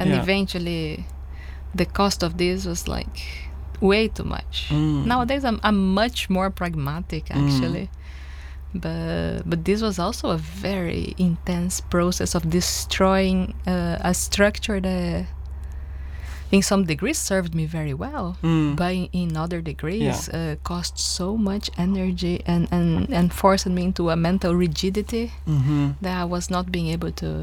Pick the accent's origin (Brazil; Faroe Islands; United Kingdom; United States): Brazil; moved away as an adult; now in Belgium; I grew up in Brazil and I moved here for my master's degree.